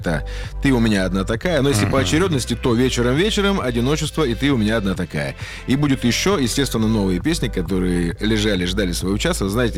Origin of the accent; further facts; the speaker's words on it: Novosibirsk, Novosibirsk Oblast, Russia; Малахов, да, кстати, назвал, что мы группа из Новосибирска, потому что мы везде подчеркиваем, что мы сибиряки.